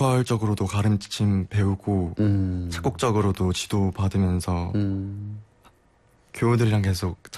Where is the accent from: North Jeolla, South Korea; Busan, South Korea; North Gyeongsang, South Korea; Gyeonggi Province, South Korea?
Busan, South Korea; moved away as an adult; now in Seoul, South Korea; 제가 원래 부산 사람인데 19살 때까지 부산에서 입시하고 재수를 이제 20살에서 시작했는데